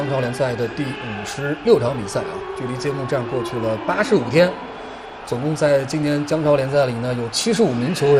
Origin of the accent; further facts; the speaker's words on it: Karamay, Xinjiang, China; 我是科勒马伊，